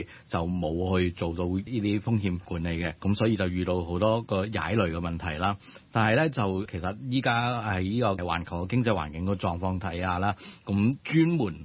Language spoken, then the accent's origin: Cantonese; Macau; 咁系嚟自于澳门嘅。咁我本身系澳门人啦